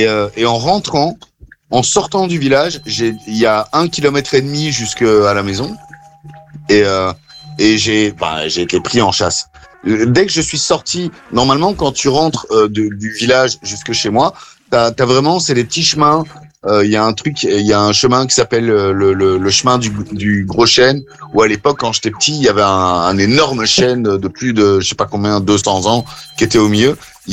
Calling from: Belgium; je rentre en Belgique

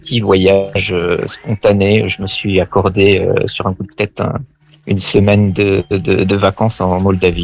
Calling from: Meaux, Île-de-France, France; j'habite à Meaux, en région parisienne.

